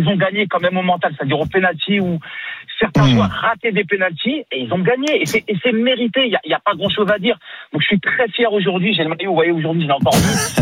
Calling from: Algeria; Je suis algérien

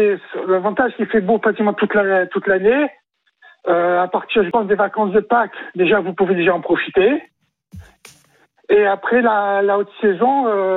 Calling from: Fréjus, Provence-Alpes-Côte d'Azur, France

